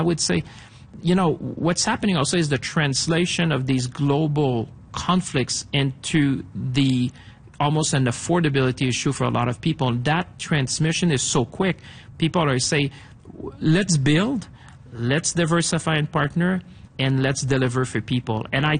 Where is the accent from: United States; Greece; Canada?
Canada; I'm Canadian